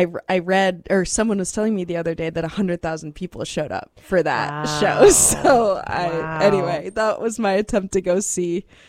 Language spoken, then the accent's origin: English; New York City, New York, United States; now in Vermont, United States; I grew up in New York City, okay?